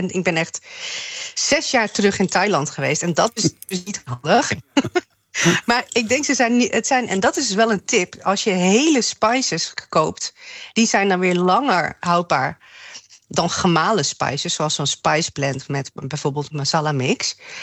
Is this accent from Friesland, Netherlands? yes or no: yes; Leeuwarden, Friesland, Netherlands; moved away; ik ben geboren en getogen in Leeuwarden.